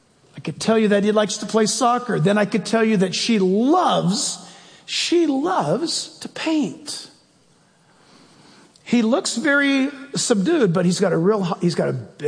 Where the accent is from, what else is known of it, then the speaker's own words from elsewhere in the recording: United States; born there; I'm not a Buddhist or a Muslim or a Hindu, so I guess I'm a Christian. I was born in America.